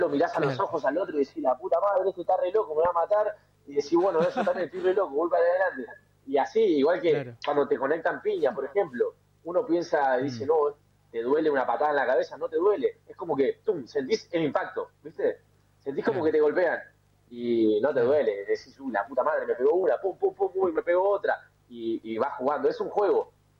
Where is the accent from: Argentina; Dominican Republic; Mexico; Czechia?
Argentina; moved away as an adult; also born or lived in Neuquén, Argentina; now in Spain; viste cómo somos los argentinos, donde vamos, armamos una colonia.